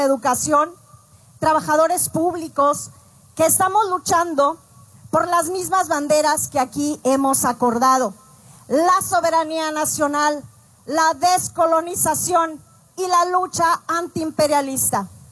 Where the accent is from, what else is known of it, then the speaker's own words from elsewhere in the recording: Zacatecas, Mexico; en Zacatecas, de la ciudad de donde yo vengo